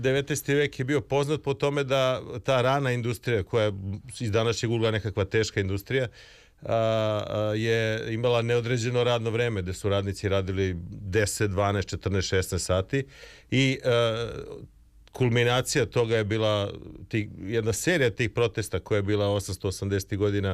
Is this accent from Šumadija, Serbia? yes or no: no; Belgrade, Serbia; Ja sam odrastao na Dušanovcu, znam da to Romi iz Marinkove Bare posebno slava